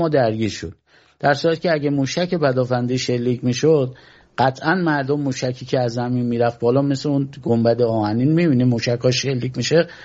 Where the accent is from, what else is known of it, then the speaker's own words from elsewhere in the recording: Iran; به کشور ما